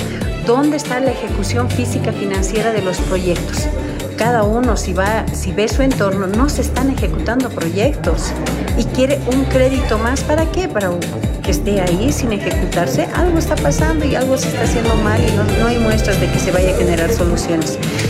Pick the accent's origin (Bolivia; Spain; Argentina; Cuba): Bolivia; lastimosamente hoy está poniéndonos a nosotros como bolivianos la soga al cuello.